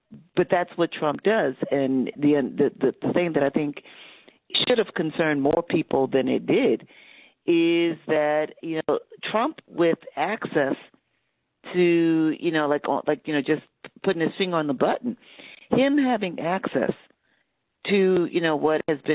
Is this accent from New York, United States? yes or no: yes; Brooklyn, New York, United States; No, I grew up in Brooklyn. I went to Midwood High School.